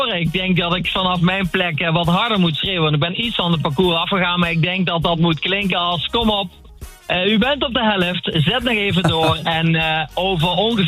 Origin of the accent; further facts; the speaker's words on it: Wijchen, Gelderland, Netherlands; born there; Dus niet in Nijmegen zelf, maar in mijn geboorteplaats Wijchen.